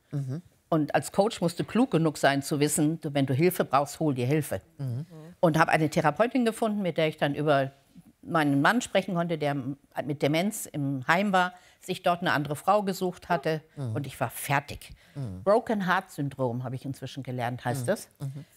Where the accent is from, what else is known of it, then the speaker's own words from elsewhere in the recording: Lower Saxony, Germany; born there; also born or lived in Munich; now in Flensburg, Germany; Ja. Geborene Niedersächsin.